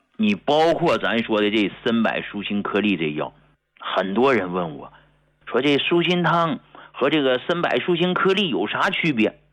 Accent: Hegang, Heilongjiang, China; 我一个从农村走出来的，讲话了，一个穷苦的地方，我是从黑龙江工农区啊，一个农村走出来的那么一个人，讲话一个农民的儿子

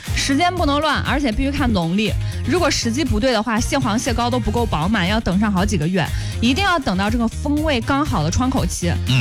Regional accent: China; 我们中国人在吃这件事情上是非常非常不含糊的

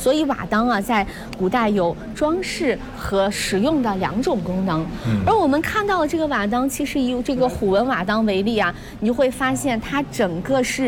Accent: China; 我们中国人

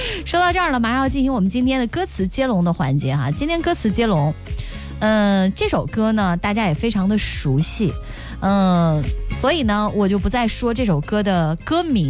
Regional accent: Henan, China

